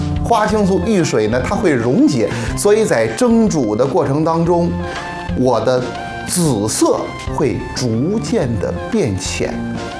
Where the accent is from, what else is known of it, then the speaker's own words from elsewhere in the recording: Xuzhou, Jiangsu, China; 大家好，我是来自徐州的